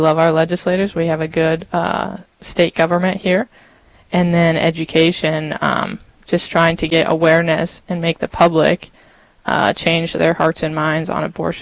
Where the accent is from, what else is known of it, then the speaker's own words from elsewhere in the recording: Colorado, United States; moved away as an adult; now in North Dakota, United States; I'm from Colorado.